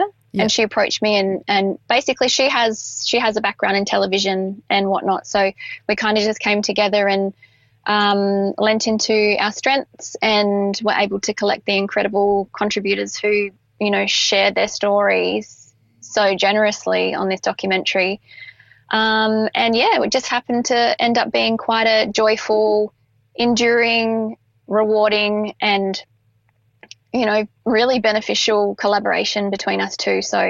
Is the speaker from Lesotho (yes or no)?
no; Perth, Western Australia, Australia; I'm from Perth originally, so it was really important for me to bring that story home